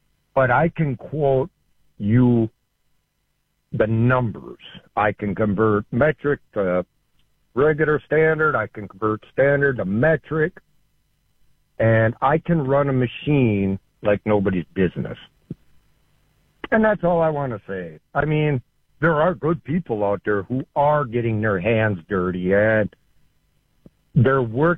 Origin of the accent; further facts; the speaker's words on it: Wausau, Wisconsin, United States; Well, I grew up in Wausau, and I was going to high school, and I graduated when I was 17.